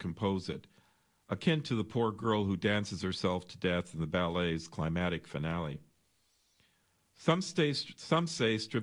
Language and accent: English; Los Angeles, California, United States; my hometown of Los Angeles.